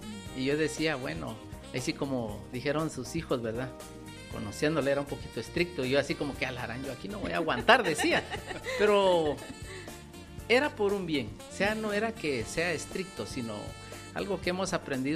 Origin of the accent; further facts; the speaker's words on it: San Juan Sacatepéquez, Guatemala Department, Guatemala; Yo soy puro sanjuanero, de acá de Guatemala